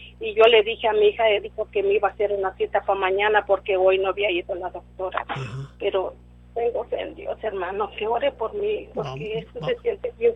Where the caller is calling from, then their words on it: Tyler, Texas, United States; de aquí de Tyler.